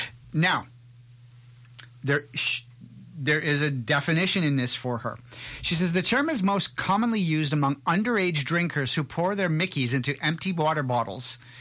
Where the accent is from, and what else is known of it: Canada